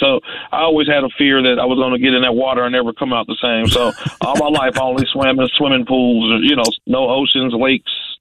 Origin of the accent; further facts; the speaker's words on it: New York, United States; I grew up in New York, so I definitely was near water the whole time.